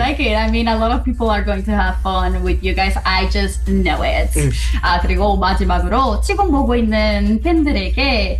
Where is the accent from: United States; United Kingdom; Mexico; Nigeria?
Mexico; English is a second language; Because I'm from Mexico, you're from Korea, it's almost the same thing.